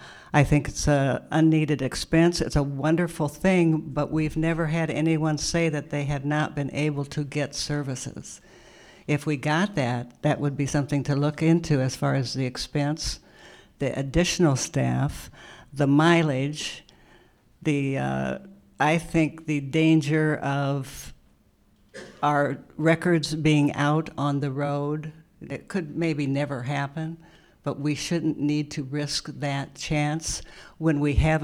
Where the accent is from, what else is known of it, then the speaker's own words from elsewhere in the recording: Lexington, Illinois, United States; I grew up here in Lexington